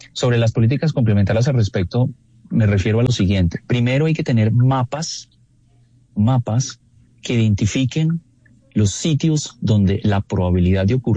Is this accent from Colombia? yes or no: yes; Colombia